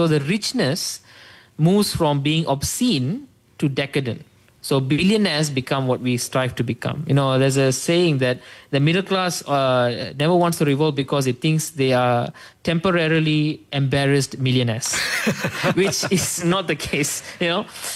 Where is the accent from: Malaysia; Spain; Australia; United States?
Malaysia; I'm a Malaysian politician too.